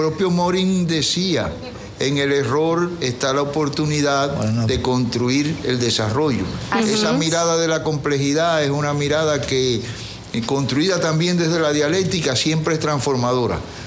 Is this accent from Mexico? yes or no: no; Cuba; Yo soy cubano.